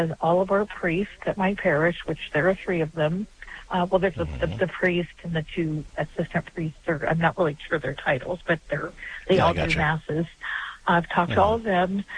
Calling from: Columbus, Ohio, United States; Hi, I'm calling from the Columbus, Ohio area.

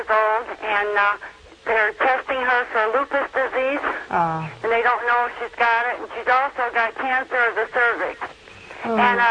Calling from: Sterling Heights, Michigan, United States; Sterling Heights, Michigan.

